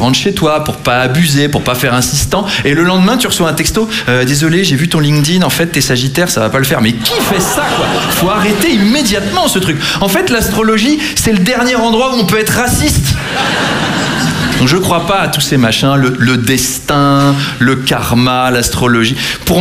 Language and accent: French; Versailles, Île-de-France, France; Moi j'ai grandi à Versailles, hein. Très très catholique comme environnement.